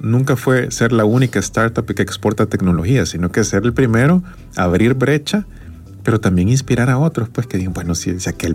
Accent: El Salvador; como salvadoreños tenemos un montón de cosas buenas

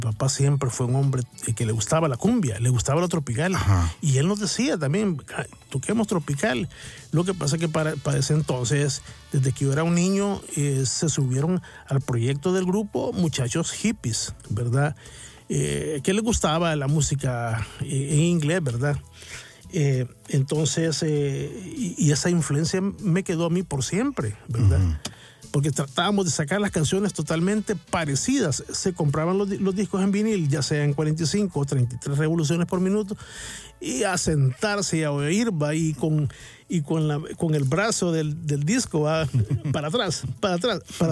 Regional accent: El Salvador

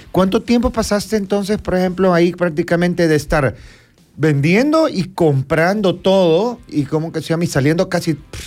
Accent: El Salvador; nosotros como salvadoreños nunca tuvimos la cultura del asado.

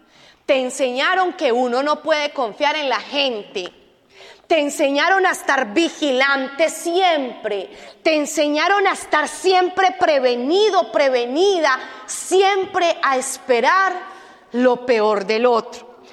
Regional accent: Antioquia, Colombia; moved away; los paisas, los que somos de Antioquia, nos caracterizamos, y hay un refrán por ahí que dice, un paisa no se vara.

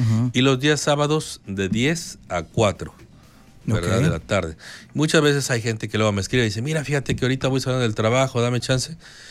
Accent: Mexico; now in San Salvador, El Salvador

